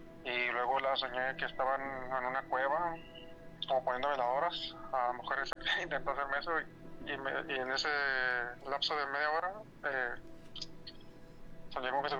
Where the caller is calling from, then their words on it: Tamaulipas, Mexico; soy … de Tamaulipas.